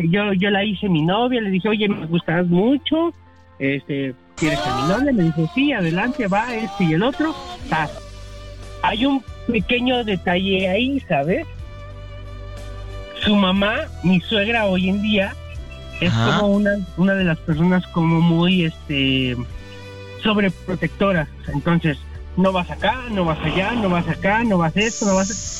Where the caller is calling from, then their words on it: Tlaxcala, Mexico; yo soy de Tlaxcala, bien pinche, olmeca, morenito.